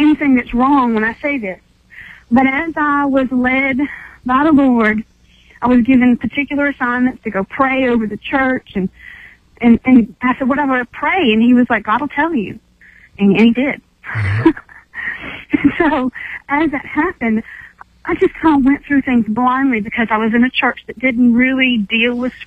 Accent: Charleston, United States; I was raised in Charleston, moved back here to this area

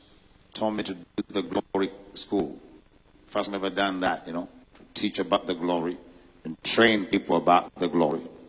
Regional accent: Uganda; I'm from Uganda. I was born and raised in Uganda, Africa.

